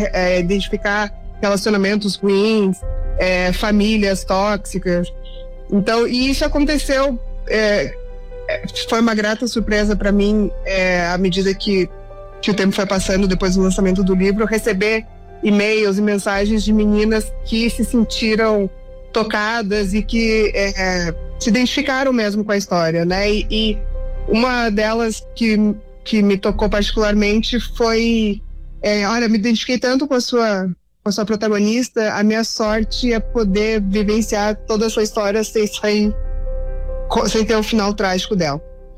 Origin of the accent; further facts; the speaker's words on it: Balneário Camboriú, Santa Catarina, Brazil; also born or lived in Passo Fundo; now in Curitiba, Brazil; Sim, eu nasci no Rio Grande do Sul, né? Morei até mais ou menos metade da minha vida em Passo Fundo, Rio Grande do Sul, e me criei basicamente em Balneário Camboriú, Santa Catarina, para depois na vida adulta morar em Curitiba